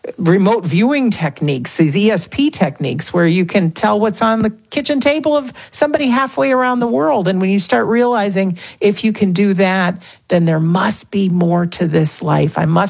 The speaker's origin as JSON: {"language": "English", "region": "Connecticut", "country": "United States", "tie": "born or raised there", "also_born_or_lived": "Massachusetts", "lives_now": "Rhode Island, United States", "said": "But I grew up in Connecticut, born in Massachusetts, currently reside."}